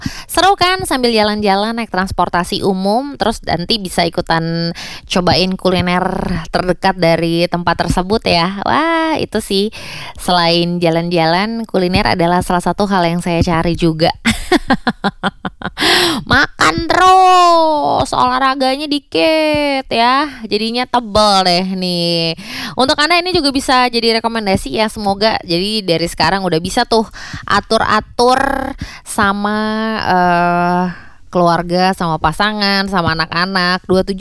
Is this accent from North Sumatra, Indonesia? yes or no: no; Jakarta, Indonesia; Saya sebagai warga Jakarta